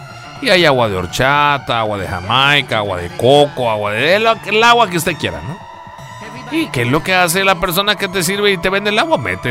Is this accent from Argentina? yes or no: no; Mexico; Nosotros somos Estados Unidos mexicanos.